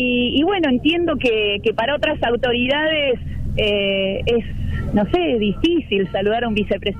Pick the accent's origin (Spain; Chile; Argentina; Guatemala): Argentina; Rosario, Santa Fe; Yo soy casi rosarina, venía acá al Monumento a la Bandera desde que era chiquitita, íbamos en el ferry por el Paraná, así que siempre he vivido acá en Rosario